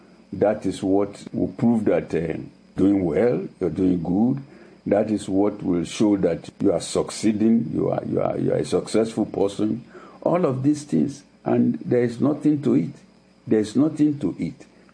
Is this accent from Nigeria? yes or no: yes; Nigeria; moved away; As I said, I came from Nigeria. Where I came from, there is no homelessness.